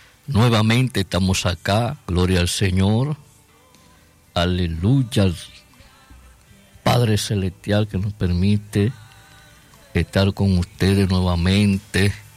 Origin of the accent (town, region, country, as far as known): Dominican Republic